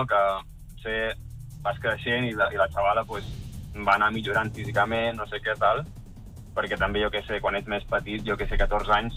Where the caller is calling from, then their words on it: Catalonia, Spain; som del Bages